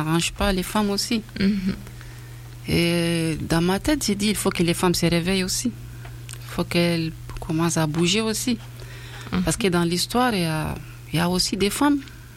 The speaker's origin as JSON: {"language": "French", "country": "Chad", "tie": "born or raised there", "moved": "yes", "said": "quand je parle du Tchad, parce que c'est là où j'étais née, là où j'ai grandi, je connais plus le Tchad que n'importe où."}